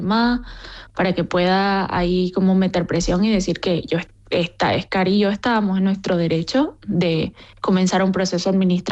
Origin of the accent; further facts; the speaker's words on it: Bolivia; yo como boliviana tenía todo el derecho de pedirlo